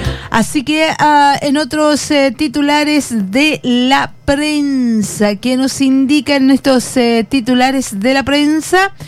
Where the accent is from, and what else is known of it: Chile